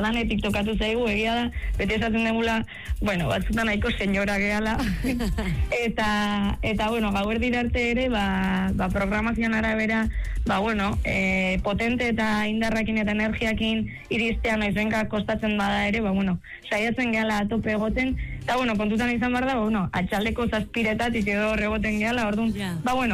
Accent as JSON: {"language": "Basque", "region": "Basque Country", "country": "Spain", "said": "gu ere Gipuzkoarrak izan"}